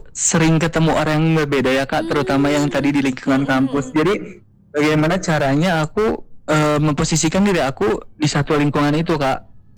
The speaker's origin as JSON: {"language": "Indonesian", "town": "Cimahi", "region": "West Java", "country": "Indonesia", "tie": "born or raised there", "said": "Kalau aku orang Cimahi asli kak."}